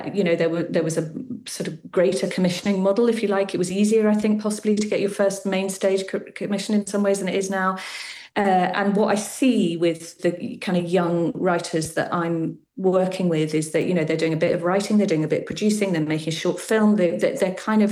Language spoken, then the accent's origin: English; Edinburgh, Scotland, United Kingdom; I was brought up in Edinburgh.